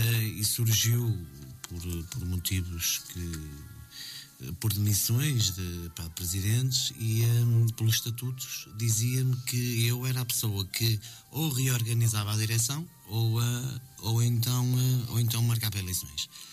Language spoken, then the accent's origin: Portuguese; Portugal; Eu nasci em Cristelos, cresci em Cristelos